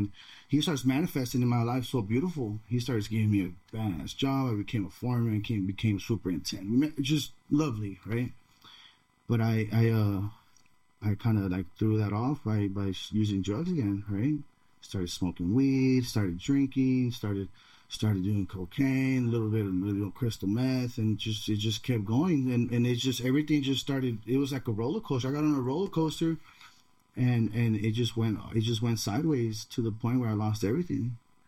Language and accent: English; San Jose, California, United States; I'm originally from San Jose, and I grew up, you know, around, you know, gang banging, you know. I lived out there in the west side, you know, kind of went to school in the south